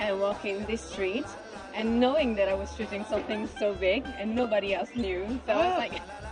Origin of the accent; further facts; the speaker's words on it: Milan, Lombardy, Italy; Although I'm not from Sicily, I'm from Milan.